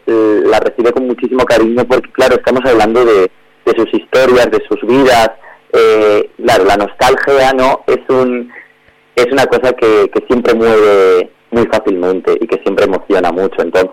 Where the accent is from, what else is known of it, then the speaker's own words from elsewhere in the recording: Castro Urdiales, Cantabria, Spain; moved away; Yo soy de Castro Urdiales, de un pueblo marinero